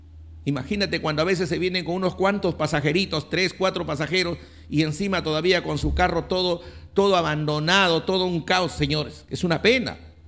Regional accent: Olmos, Lambayeque, Peru; yo también quiero también servirle a mi pueblo.

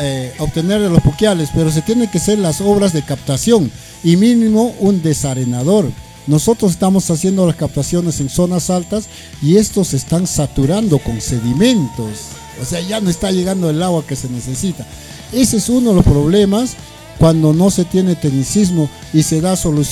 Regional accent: Huaraz, Ancash, Peru; born there

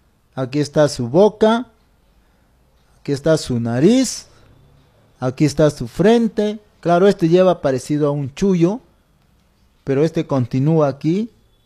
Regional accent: Peru; cada uno de nosotros como peruanos

